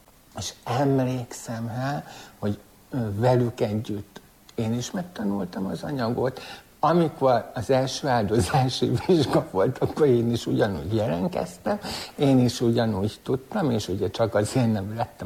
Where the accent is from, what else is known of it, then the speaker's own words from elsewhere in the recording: Szigethalom, Pest, Hungary; Nagyközségbe születtem, ma már város. Szigetharmon nőttem föl.